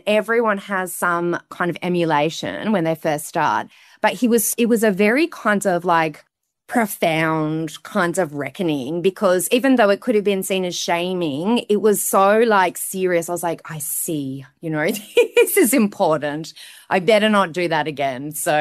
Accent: Ireland; now in Australia; So I think while I see myself as Irish Australian, I definitely think my national character comes through more as an Irish person.

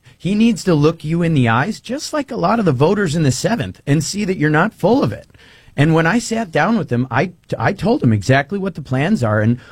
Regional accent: Land O'Lakes, Wisconsin, United States; also born or lived in Wausau, Wisconsin; I was from Land O'Lakes. We even were way, way up north at the same time.

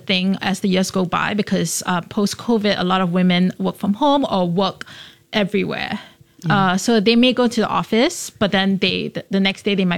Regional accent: Singapore; I mean, I grew up here. I was born and bred in Singapore.

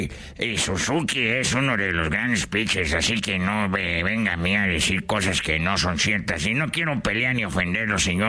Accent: China; Mira, yo soy de China. Tú eres de Cuba.

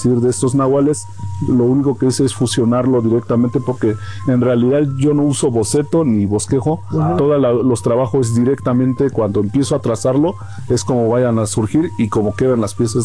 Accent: Oaxaca, Mexico; first language Mazatec; Spanish is a second language

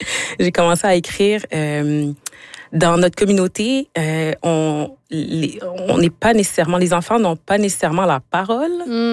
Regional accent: Quebec, Canada; moved away; Je suis partie du Québec

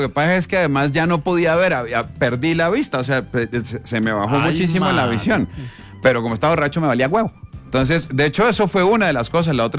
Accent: Santa Marta, Magdalena, Colombia; Yo soy samario, yo crecí en Santa Marta.

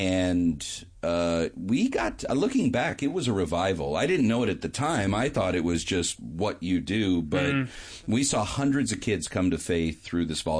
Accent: Vallejo, California, United States; also born or lived in Oakland; So we moved over to Solano County, and so I was raised in Vallejo my whole life.

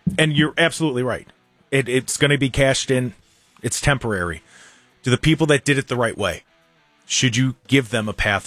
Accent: United States; Because look, we as Americans, a lot of us, we've grown up with it.

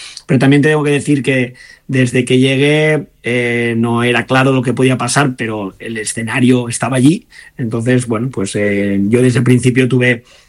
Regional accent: Spain; yo soy entrenador español

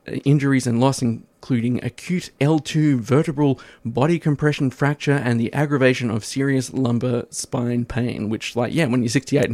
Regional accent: Tasmania, Australia; I grew up in Tasmania.

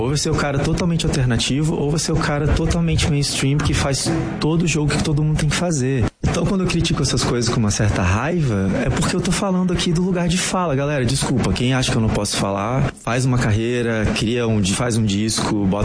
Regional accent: Brazil; Mas eu não posso me dar o luxo também, que eu sou brasileiro, eu sou aquele artista.

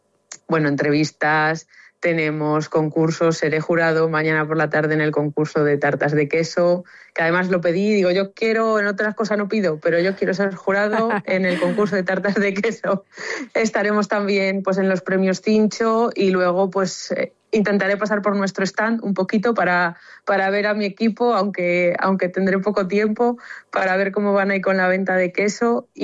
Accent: Salamanca, Castile and León, Spain; now in Zamora, Spain; Yo, como sabéis, soy de Salamanca, que lo he dicho muchas veces, y me vine ya a Zamora el lunes de la semana pasada.

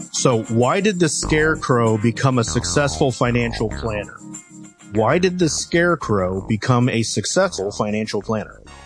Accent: Cincinnati, Ohio, United States; I'm from the Midwest. So I went to a school in Cincinnati, Ohio, St. Xavier High School.

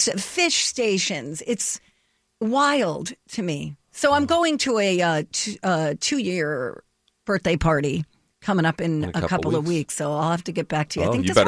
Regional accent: East Coast, United States; I grew up on the East Coast, and the way they throw parties on the East Coast versus the Midwest is just mind-blowing.

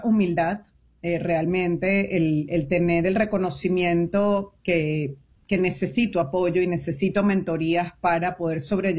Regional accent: Venezuela; moved away as an adult; now in United States; la situación política en mi país, Venezuela, me hizo migrar y llegar a Estados Unidos con 3 niños menores de edad

